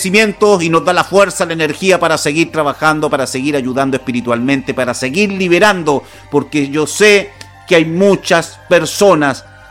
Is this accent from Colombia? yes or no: no; Chile; y como buen chileno siempre dejamos las cosas para última hora.